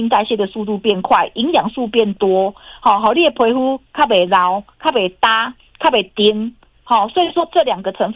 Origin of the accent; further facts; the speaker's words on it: Taiwan; 因为日本的日本的收入是我们台湾人的4倍。